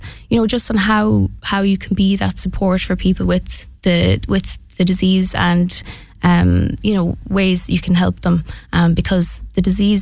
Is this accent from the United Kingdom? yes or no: no; Mayo, Connacht, Ireland; now in Loughrea, Ireland; I'm from Mayo